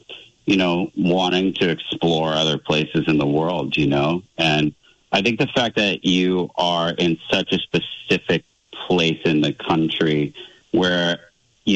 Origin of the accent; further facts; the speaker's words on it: New Hampshire, United States; also born or lived in Massachusetts; I grew up in New Hampshire and Massachusetts, and I always wanted to go take a vacation in Vermont